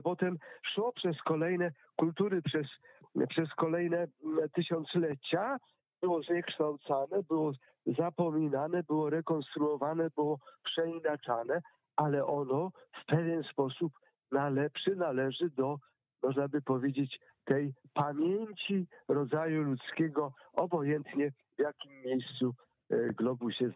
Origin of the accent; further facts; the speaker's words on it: Pomeranian Voivodeship, Poland; chcę opowiedzieć anegdotkę z moich rodzinnych stron, mianowicie Kaszuby, wieś koło Wejherowa